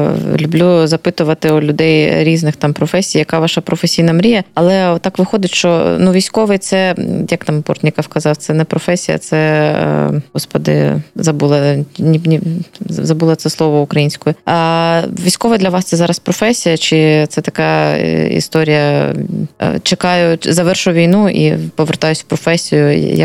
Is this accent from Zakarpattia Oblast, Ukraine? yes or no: no; Luhansk Oblast, Ukraine; moved away; про мою рідну Луганщину